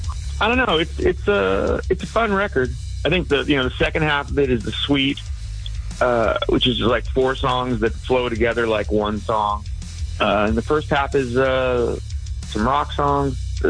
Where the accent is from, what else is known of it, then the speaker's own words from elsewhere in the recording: Oakland, California, United States; I grew up in Oakland.